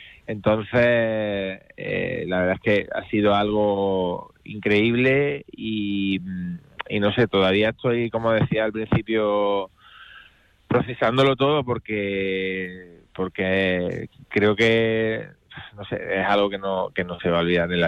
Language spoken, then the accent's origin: Spanish; Spain